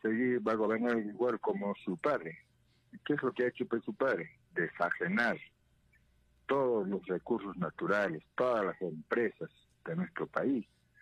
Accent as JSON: {"language": "Spanish", "country": "Peru", "said": "aquí los peruanos, que somos bien peruanos, bien patriotas"}